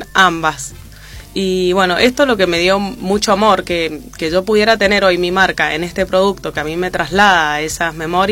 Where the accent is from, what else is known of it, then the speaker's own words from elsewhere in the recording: Mendoza, Argentina; como mendocina y el crecer también al lado de viñas y tener la propia parra en mi casa